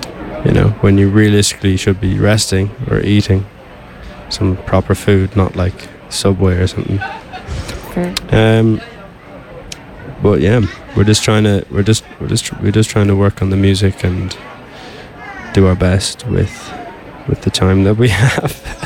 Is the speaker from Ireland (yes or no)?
yes; Ireland; I think obviously being Irish, we love